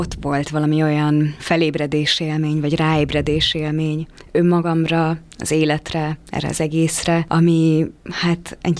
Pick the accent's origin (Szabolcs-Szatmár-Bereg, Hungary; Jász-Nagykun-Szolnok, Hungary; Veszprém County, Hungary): Veszprém County, Hungary; Ajka; moved away as an adult; now in Budapest, Hungary; én 18 évesen költöztem fel Budapestre. Kerestem magamat. Vidéken éltem egyébként, Ajkán egy kisvárosban, ahol nem volt túl sok opció